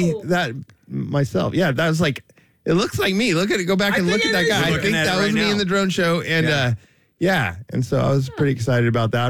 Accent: Ojai, California, United States; where I live now, I live back in my hometown, which is nowhere near the snow

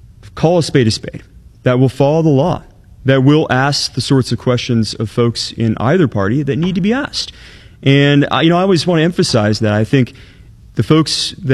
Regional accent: Muscatine, Iowa, United States; I am a seventh-generation Iowan. I'm from Muscatine, and I grew up in a community that was really focused on looking after each other.

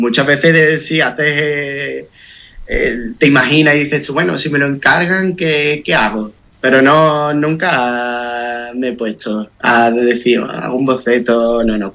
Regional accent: Andalusia, Spain; siendo sevillano

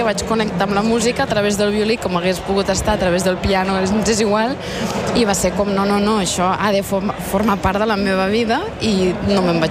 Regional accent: Agramunt, Catalonia, Spain; Jo soc de Gramunt.

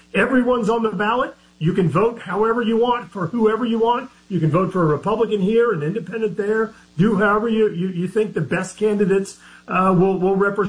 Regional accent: Louisiana, United States; So look, first of all, I grew up in South Louisiana. We had open primaries my whole life, so I didn't know any different.

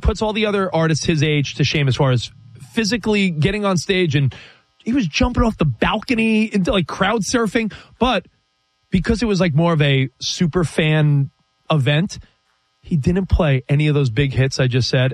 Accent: New York, United States; Bro, my wife's from Texas. I'm from New York. I'm a city guy.

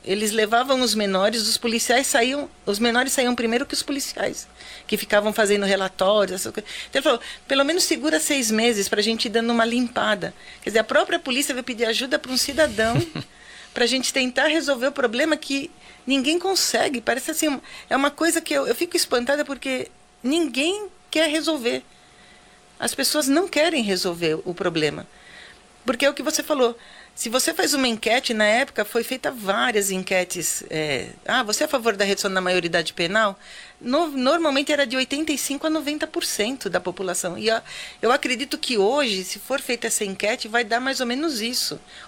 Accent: Brazil; now in São Paulo, Brazil; Eu adoro o Brasil. Eu adoro. Tanto que eu não mudei do Belenzinho. Eu adoro o bairro que eu moro.

